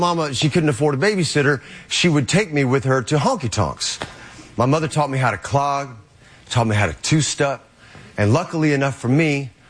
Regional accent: Atlanta, Georgia, United States; I was raised in Atlanta, Georgia by my mother, with the help of her three sisters and my grandmother.

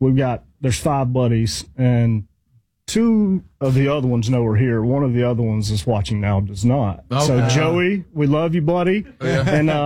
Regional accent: Chapin, South Carolina, United States; I am from Chapin, South Carolina.

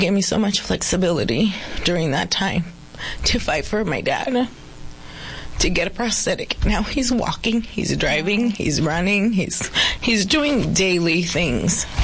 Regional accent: Yuma County, Arizona, United States; I come from the Yuma County community

